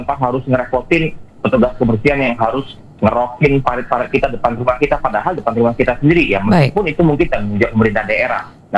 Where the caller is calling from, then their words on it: South Sumatra, Indonesia; meskipun saya warga Banyuasin, tapi aktivitasnya banyak di Palembang nih Pak.